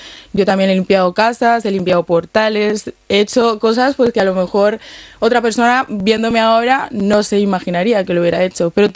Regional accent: Medellín, Antioquia, Colombia; now in Zalla, Spain

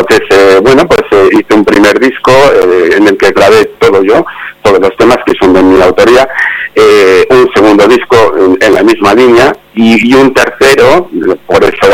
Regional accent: Barakaldo, Basque Country, Spain; born there; moved away as an adult; also born or lived in Llodio / Bilbao; now in Galicia, Spain; mis padres estuvieron emigrados en el País Vasco, concretamente 44 años, sí, motivo por el que yo nací en Baracaldo y demás, y empecé en Llodio y en Bilbao y todo esto

